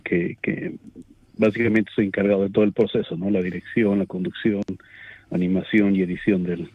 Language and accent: Spanish; Tupiza, Potosí, Bolivia; Pero nací en Bolivia y me crié en Bolivia, en la ciudad de Tupiza, que es muy cerca a la frontera con Argentina.